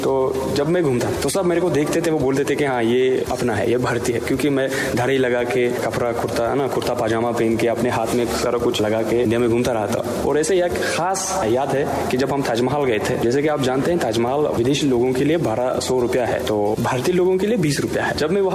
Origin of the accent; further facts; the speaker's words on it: Tajikistan; Hindi is a second language; लोग मुझे नहीं समझे कि मैं ताजिकिस्तान से हूँ, वो बोले थे कि हाँ मैं एक भारतीय हूँ